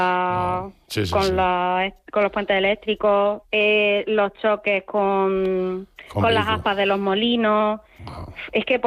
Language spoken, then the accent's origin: Spanish; Villacarrillo, Andalusia, Spain; cuando voy de visita a mi pueblo, en Villacarrillo y en Jaén